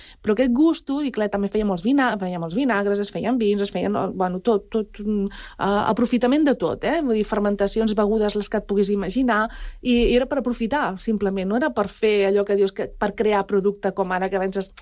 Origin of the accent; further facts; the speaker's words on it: Palau-sator, Catalonia, Spain; sóc de Palau-sator, i ara ho dic ben alt, no? I sóc de pagès.